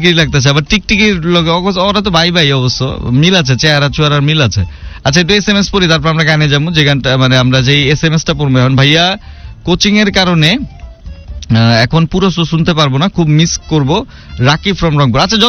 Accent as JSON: {"language": "Bangla", "town": "Dhaka", "region": "Dhaka Division", "country": "Bangladesh", "accent": "Dhakaiya", "said": "যেহেতু আমি ঢাকাইয়া"}